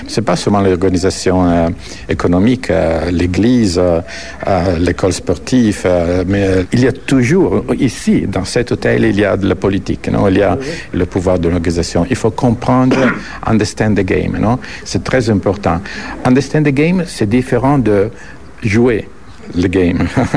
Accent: Italy; parce qu'elle est musulmane, je suis italien, je suis catholique, et on vient de deux cultures complètement différentes.

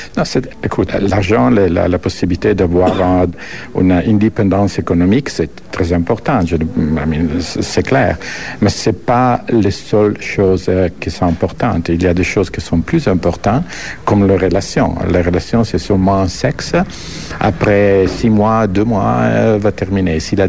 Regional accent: Italy; je suis italien, je suis catholique

